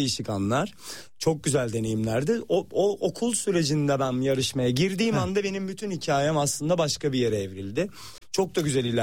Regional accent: Gölcük, Kocaeli, Turkey; da Gölcüklü'dür, benim memleketim.

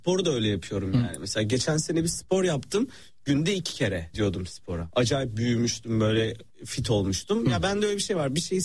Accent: Salihli, Manisa, Turkey; moved away; benim memleketim.

